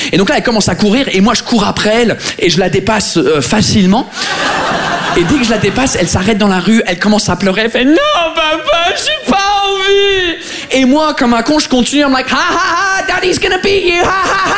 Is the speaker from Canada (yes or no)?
no; England, United Kingdom; French is a second language; moved away as an adult; now in France; je suis anglais. Ça fait 15 ans que je suis là, ça fait 15 ans que j'essaye de maîtriser votre langue.